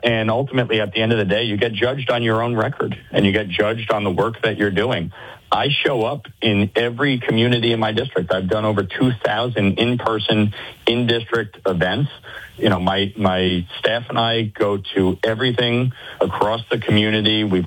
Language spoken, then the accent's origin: English; Orangetown, New York, United States; and my hometown, the town of Orangetown, we will be having a big parade on July 4th.